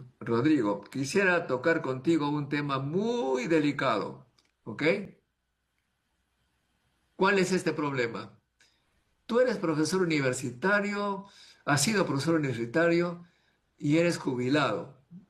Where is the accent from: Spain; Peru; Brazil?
Peru; also born or lived in Paris, France; cuando llegué acá a Perú de regreso